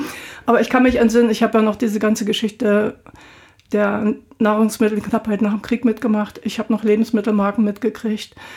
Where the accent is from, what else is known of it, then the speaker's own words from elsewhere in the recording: Prenzlau, Brandenburg, Germany; born there; Ich bin in Prenzlau geboren.